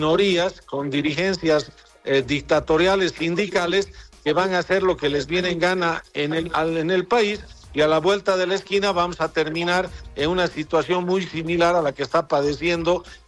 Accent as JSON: {"language": "Spanish", "country": "Bolivia"}